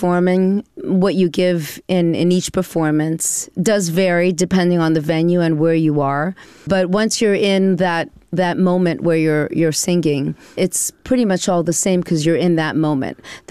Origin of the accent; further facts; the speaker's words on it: New York City, New York, United States; moved away as an adult; now in Capital Region, New York, United States; I'm from Brooklyn, New York, mm-hmm. born and raised.